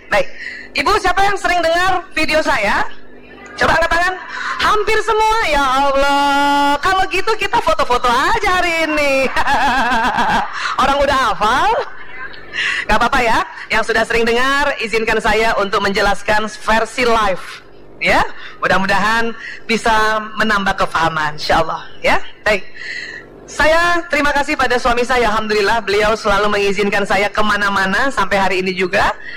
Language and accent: Indonesian; South Sulawesi, Indonesia; Ya, kalau saya orang Bugis, suami saya orang Jogja. Ibu saya Palembang.